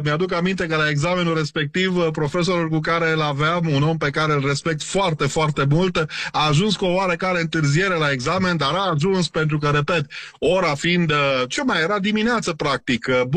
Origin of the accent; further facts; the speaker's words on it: Romania; suntem în România, suntem români